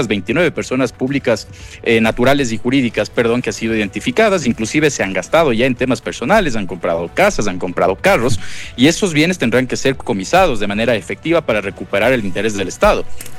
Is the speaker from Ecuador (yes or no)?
yes; Ecuador; la responsabilidad que tenemos como ecuatorianos